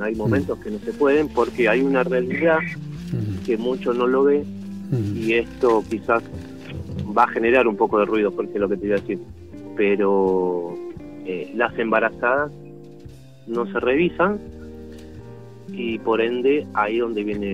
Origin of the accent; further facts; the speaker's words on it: San Justo, Buenos Aires Province, Argentina; De San Justo, señor.